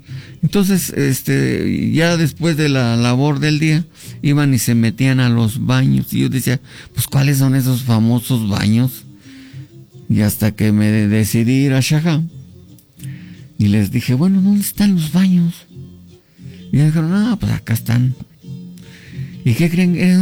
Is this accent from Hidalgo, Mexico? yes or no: yes; Zimapán, Hidalgo, Mexico; born there; mi pueblo es único, mi pueblo es, bueno, hasta agua caliente tiene